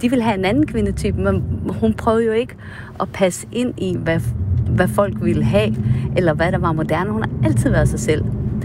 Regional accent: North Denmark Region, Denmark; en flække i Vendsyssel, hvor jeg voksede op

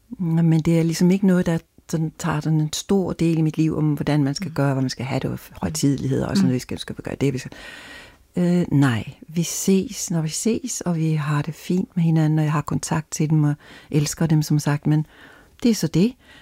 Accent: Ostrobothnia, Finland; moved away; Jeg savner min dialekt indimellem, og så har jeg en god veninde, som jeg altid taler vores hjemme. Stavns dialekt med hende

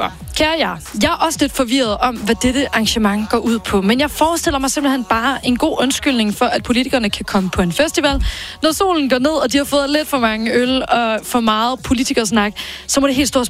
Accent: Region of Southern Denmark, Denmark; Som fynbo, men med sommerhus på Bornholm, så klager jeg ikke over de monitter, der kommer til at trille ind i kassen de her dage.

